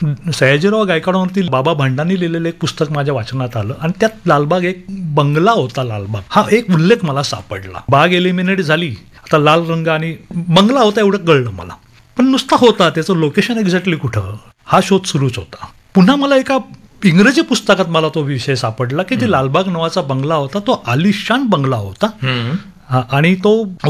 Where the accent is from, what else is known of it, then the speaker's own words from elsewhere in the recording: Mumbai, Maharashtra, India; मी जरी मुंबईकर मला म्हणत असलो किंवा अनेक जण म्हणतात मी मुंबईकर आहे